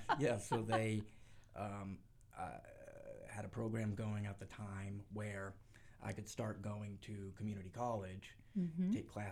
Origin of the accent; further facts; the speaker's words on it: New England, United States; also born or lived in Northampton, Massachusetts / Kansas / Virginia; I was born right here in New England, in Northampton, Massachusetts. But as a kid and a teenager, I was all around New England, and I lived in Kansas for a while, Virginia.